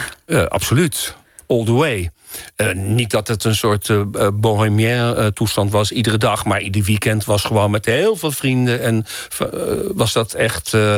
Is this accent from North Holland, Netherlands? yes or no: yes; Naarden, North Holland, Netherlands; Ik woonde in een groot deel van mijn jeugd in Naarden, tegenover de vestingwallen. En daartussen was een weiland, echt voor ons huis, groot weiland.